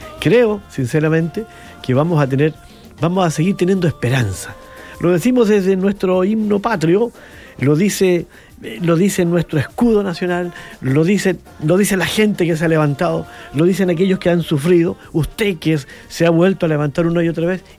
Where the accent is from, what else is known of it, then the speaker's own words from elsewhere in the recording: Chillán, Ñuble, Chile; Yo estoy muy feliz de ser chileno primero. Sí, ¿sabes? Yo me voy con la camiseta con Chile, con Chillán, siempre lo he dicho. Tengo en mi corazón Chillán. También Chillán viejo. Me encanta mi ciudad.